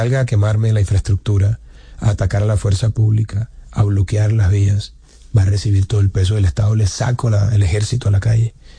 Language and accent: Spanish; Montería, Córdoba, Colombia; Ella es sabanera. Yo también soy monteriano.